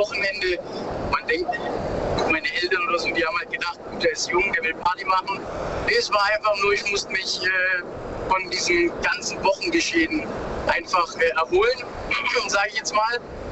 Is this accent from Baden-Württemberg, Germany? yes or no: yes; Baden-Württemberg, Germany; Genau, ich komme aus der Nähe von Pforzheim, Karlsruhe, da die Gegend.